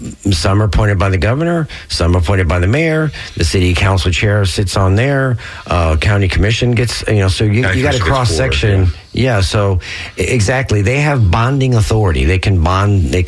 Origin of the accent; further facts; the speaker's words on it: Tampa, Florida, United States; Well, growing up in Tampa, we had none of that.